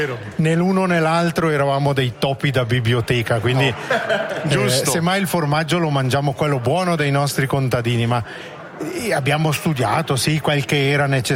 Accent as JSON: {"language": "Italian", "town": "Airolo", "region": "Ticino", "country": "Switzerland", "tie": "born or raised there", "said": "E io sono cresciuto ad Airolo, noi da Airolo guardavamo un po' così la Medievalle, quindi io sono già un espatriato in qualche modo."}